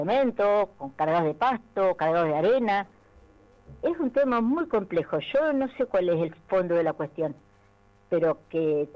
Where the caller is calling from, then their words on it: Ramallo, Buenos Aires Province, Argentina; yo soy de Ramallo.